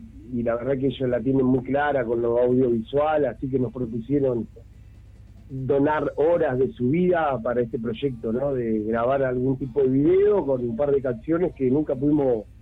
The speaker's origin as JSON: {"language": "Spanish", "town": "Ushuaia", "region": "Tierra del Fuego", "country": "Argentina"}